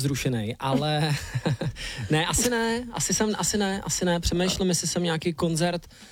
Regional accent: Hradec Králové, Hradec Králové Region, Czechia; já jsem z Hradce Králové

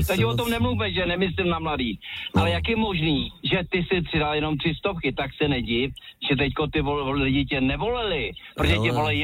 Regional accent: Prague, Czechia

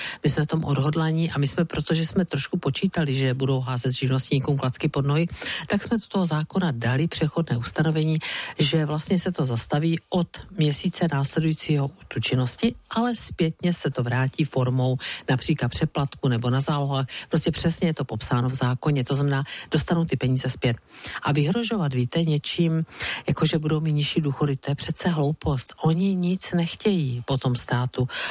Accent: Brno, South Moravian Region, Czechia; protože jsem Brňačka, je prostě něco neskutečného

